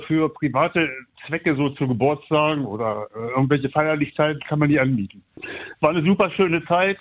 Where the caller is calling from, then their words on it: Schöningen, Lower Saxony, Germany; Ja, ich komme ja hier aus Niedersachsen, Schöning